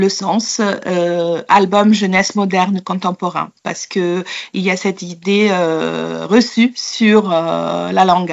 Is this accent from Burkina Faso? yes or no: no; Egypt; moved away as an adult; now in Paris, France; Je suis une petite salade composée. J'ai grandi en Égypte et ça fait une quinzaine d'années que je suis installée à Paris, en France, en raison de travail de mon conjoint. La France est devenue ma deuxième maison. Mais j'ai grandi en Égypte d'une mère polonaise et d'un père égyptien.